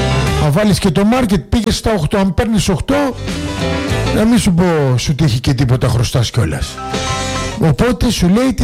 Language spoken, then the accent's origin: Greek; Greece; Αυτό το έχουμε ως Έλληνες